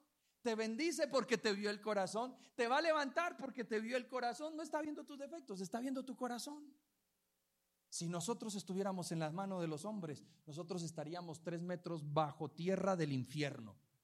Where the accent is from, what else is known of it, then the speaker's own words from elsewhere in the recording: Colombia; No somos, somos colombianos. Dios nos bendice por ser colombianos, ¿o no?